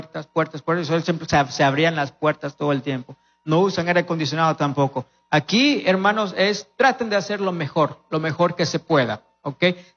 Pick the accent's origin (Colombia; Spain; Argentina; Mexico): Mexico; Crecí con mis abuelos en México